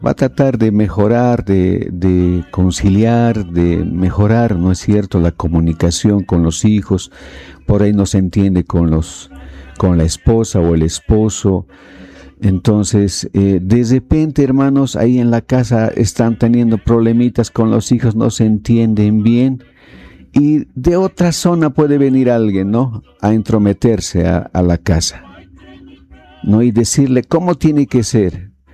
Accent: Bolivia; nosotros nos conocemos como bolivianos y podemos arreglar, mal o bien

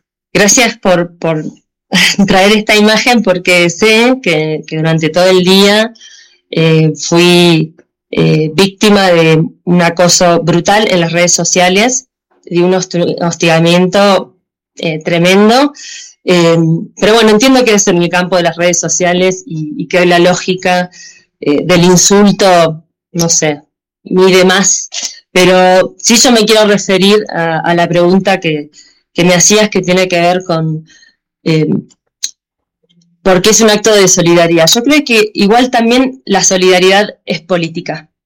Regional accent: Argentina

